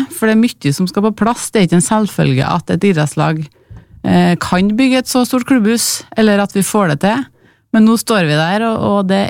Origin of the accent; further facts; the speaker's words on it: Vikhammer, Trøndelag, Norway; Jeg bor der selv, født og oppvokst på Vikhammeråsen, og vi har aldri hatt denne plassen hvor vi kan møtes og bare sitte i lag.